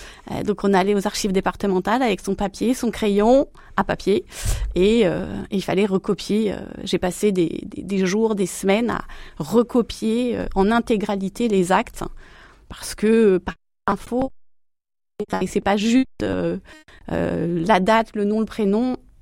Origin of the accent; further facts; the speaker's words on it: Pays de la Loire, France; c'était en Mayenne, hein, je suis originaire de la Mayenne, et les archives, c'était à Laval même